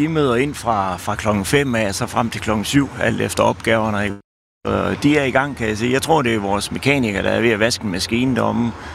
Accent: Central Denmark Region, Denmark; Vi er vestjyder

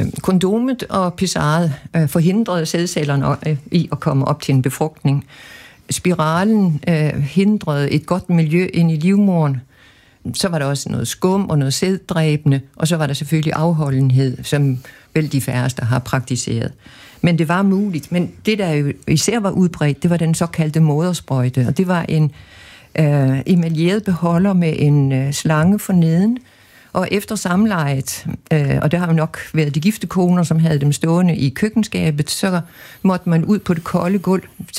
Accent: Bornholm, Capital Region of Denmark, Denmark; Jeg er vokset op på Bornholm, hvor der var et parallelt missionsk miljø, men jeg tilhørte et mere fritænkende.

